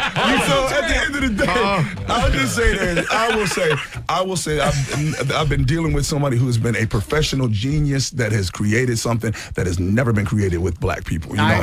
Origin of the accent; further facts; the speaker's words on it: Buffalo, New York, United States; now in Los Angeles, United States; Buffalo, New York.